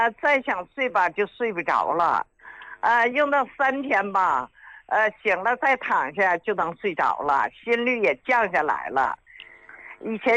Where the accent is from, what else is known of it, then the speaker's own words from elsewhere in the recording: Shenyang, Liaoning, China; 哎呀，李老师啊，我家是沈阳的，